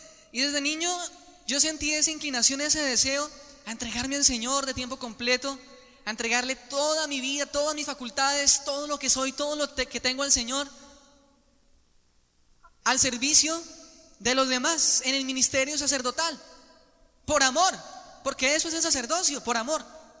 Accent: Bogotá, Colombia; born there; moved away as an adult; now in Villavicencio, Colombia; Soy allá, pues nací en Bogotá, pero estoy viviendo hace 7 años en la diócesis de Villavicencio.

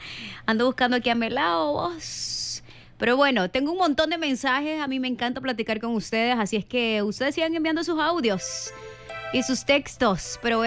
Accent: San Vicente, El Salvador; Yo soy de San Vicente, amigos.

